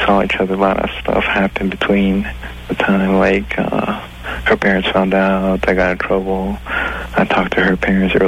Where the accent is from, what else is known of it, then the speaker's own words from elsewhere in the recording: Bolivia; I'm from Bolivia.